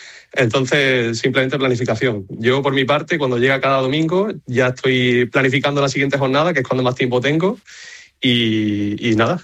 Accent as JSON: {"language": "Spanish", "town": "Écija", "region": "Andalusia", "country": "Spain", "said": "Ajá. Tengo 26 años, soy de Écija."}